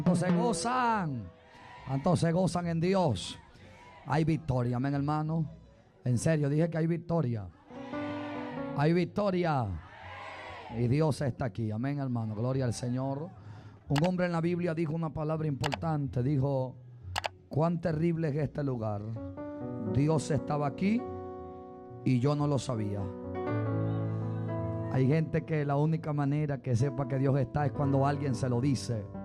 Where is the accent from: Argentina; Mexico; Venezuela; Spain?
Venezuela; Charallave, Miranda; Respondemos al nombre de … Venimos de los valles del Tuy, amado, de allá de Charallave.